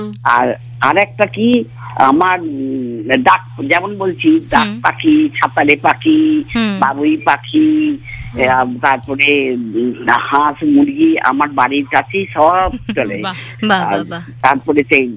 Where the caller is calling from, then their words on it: West Bengal, India; আমি দামকুমি ছোয়ানিপাড়া থেকে